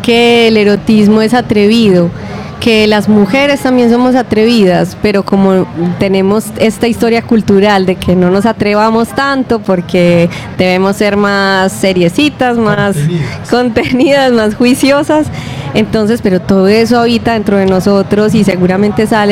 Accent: Itagüí, Antioquia, Colombia; Soy de Itagüí, sí.

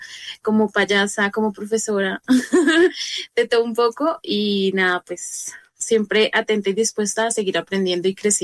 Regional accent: Bogotá, Colombia; tengo 29 años, soy Rola, de familia de tolimense, pues proveniente del Tolima

